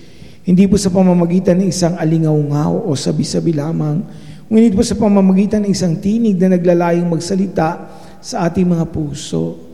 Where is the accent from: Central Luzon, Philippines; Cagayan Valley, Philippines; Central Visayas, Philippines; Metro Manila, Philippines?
Central Luzon, Philippines; San Miguel; born there; Ako po ay ipinanganak sa San Miguel Bulacan, ang lugar po ng aking ama